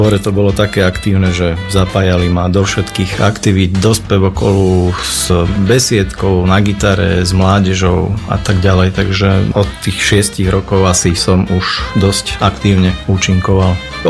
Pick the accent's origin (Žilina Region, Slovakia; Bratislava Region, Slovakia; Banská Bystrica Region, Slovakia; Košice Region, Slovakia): Banská Bystrica Region, Slovakia; Klenovec; ja som z Klenovca, aj zo zboru baptistického v Klenovci